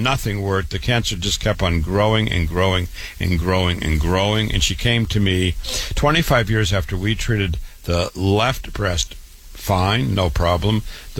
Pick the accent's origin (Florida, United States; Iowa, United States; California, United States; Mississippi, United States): Iowa, United States; Waterloo; born and raised in Waterloo, Iowa. Went to public school, university, MD at 25, like my brother Ted.